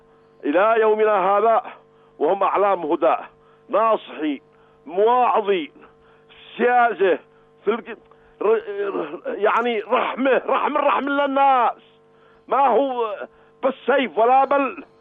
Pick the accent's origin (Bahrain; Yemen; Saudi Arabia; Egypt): Yemen; احنا كشعب يمني تربينا على الجهاد، على الانفاق، على الصمود